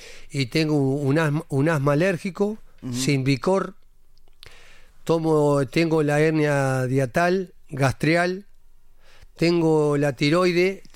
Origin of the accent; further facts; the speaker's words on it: Sarandí del Yí, Durazno, Uruguay; born there; En Sarandí del G.